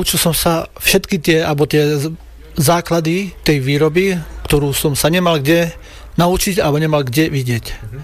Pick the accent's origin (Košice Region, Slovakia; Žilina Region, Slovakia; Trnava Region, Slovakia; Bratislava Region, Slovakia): Košice Region, Slovakia; som z Nalabukova, to je na Spiši, Dolný Spiš. Takže odtiaľ.